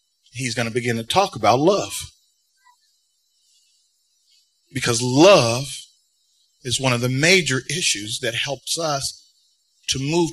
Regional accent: Chicago, Illinois, United States; I grew up in South Side of Chicago, all around black people

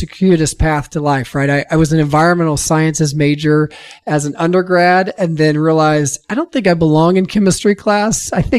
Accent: United States; also born or lived in Indianapolis, Indiana; my wife and I grew up on the West Side. I was born in Indianapolis, where my mom's family is from, but grew up here most of my life.

